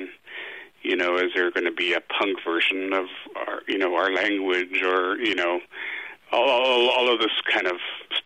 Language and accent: English; Vancouver, British Columbia, Canada; I was raised here in Vancouver, the youngest of 11 children, so... I became, I guess, very urbanized